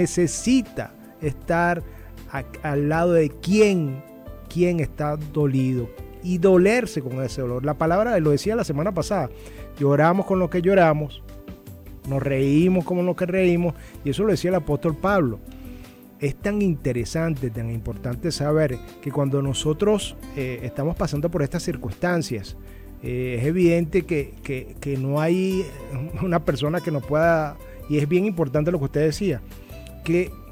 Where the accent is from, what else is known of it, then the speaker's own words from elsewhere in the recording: Venezuela; lo amoroso, lo cordial, lo afectuoso que somos los venezolanos